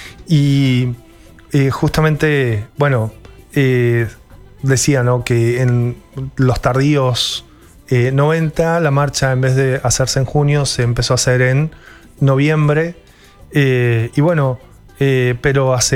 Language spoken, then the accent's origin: Spanish; Argentina